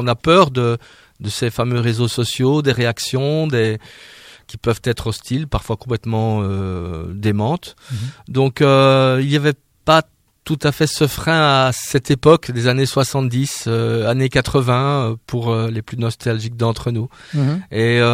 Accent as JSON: {"language": "French", "country": "Belgium", "said": "Non seulement je suis belge, mais en plus j'ai été militaire."}